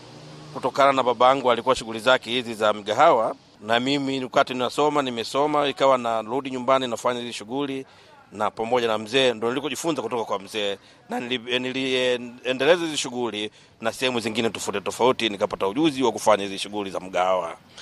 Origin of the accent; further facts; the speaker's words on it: Mueda, Cabo Delgado, Mozambique; Mimi ni mzaliwa wa Mueda, manispaa hii ya Mueda. Nipo tangu utoto wangu nimefanyia kazi hapa Mueda.